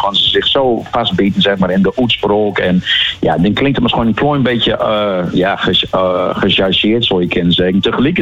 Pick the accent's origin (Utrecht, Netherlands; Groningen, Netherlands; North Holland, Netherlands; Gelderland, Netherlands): Groningen, Netherlands; want ik ben een Groninger, dan zeggen ze half ook, ik ben een Groninger.